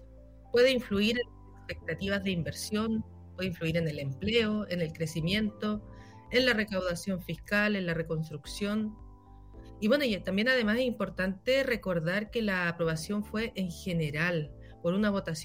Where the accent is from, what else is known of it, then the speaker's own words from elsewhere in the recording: Chile; todos nosotros como chilenos